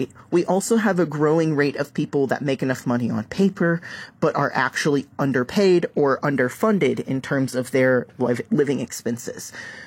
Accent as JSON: {"language": "English", "region": "Texas", "country": "United States", "tie": "born or raised there", "also_born_or_lived": "Florida", "moved": "as an adult", "lives_now": "Southwest Virginia, United States", "said": "So I grew up in Texas, then I moved to Florida for 6 years to do graduate school, and then I came up to Southwest Virginia."}